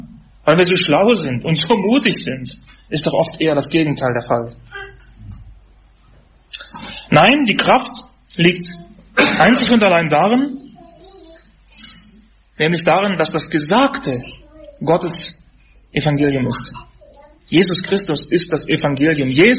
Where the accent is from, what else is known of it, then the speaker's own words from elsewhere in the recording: Germany; also ich bin in der DDR aufgewachsen und 1989 war ich 11 Jahre alt, wo die Wende war, wo die Mauer fiel.